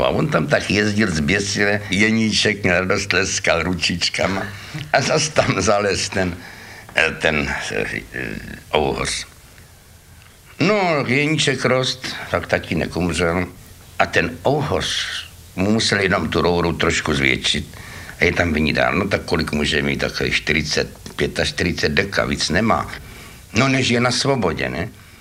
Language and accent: Czech; Prague, Czechia; born there; jsem se narodil na Smíchově